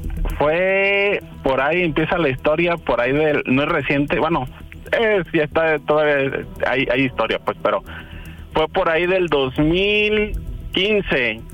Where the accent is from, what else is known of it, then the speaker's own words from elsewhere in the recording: Guadalajara, Jalisco, Mexico; Tengo 40 años y soy de Guadalajara.